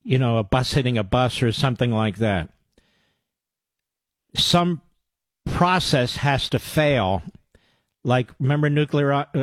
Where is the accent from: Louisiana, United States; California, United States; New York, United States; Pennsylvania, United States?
Pennsylvania, United States; Yeah, I'm from Montgomery.